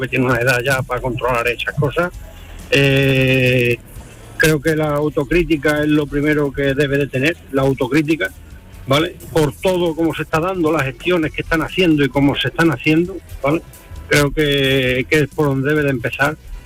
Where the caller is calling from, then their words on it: Andalusia, Spain; llamo de la Sierra de Huerva.